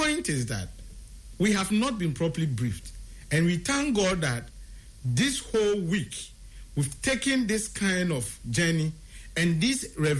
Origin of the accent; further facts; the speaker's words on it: Ghana; we Ghanaians, as citizens